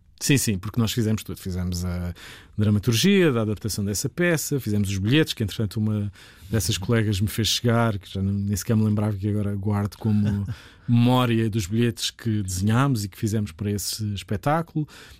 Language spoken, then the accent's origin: Portuguese; Sesimbra, Setúbal, Portugal; also born or lived in Lisbon; eu sou de Sesimbra, nasci em Lisboa, mas toda a minha vida, toda a minha infância e juventude foi passada em Sesimbra.